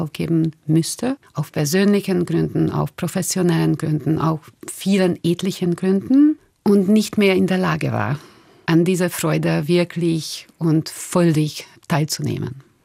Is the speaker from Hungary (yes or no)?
yes; Hungary; German is a second language; moved away as an adult; now in Austria; Und obwohl ich in Österreich lebe, ich bin in Ungarn geboren, aufgewachsen, mein 3/4 von meinem beruflichen Leben oder und überhaupt mein Leben dort verbracht.